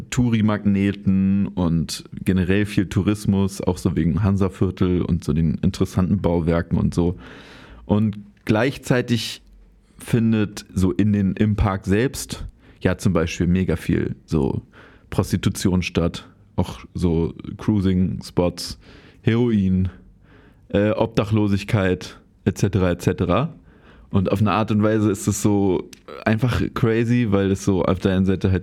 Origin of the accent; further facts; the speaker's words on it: Berlin, Germany; Also, ich bin ja in Tiergarten aufgewachsen.